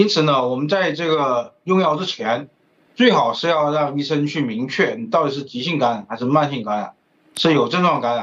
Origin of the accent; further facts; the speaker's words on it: southern China, China; 我们作为一个南方人，这个上火是最典型的一个大家说的一个问题。